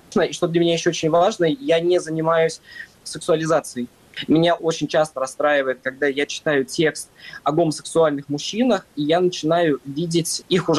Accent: Russia; moved away as an adult; now in Germany; Я уехал из России 3 января этого года, и поэтому я в Германии уже 7-й месяц.

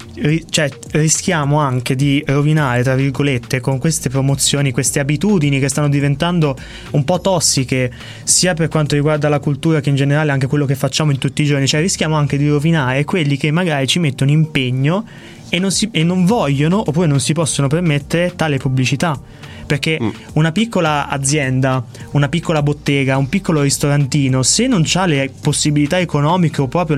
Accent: Marche, Italy; Io, non essendo di Bologna, sono marchigiano, vivo a Porto dei Canali

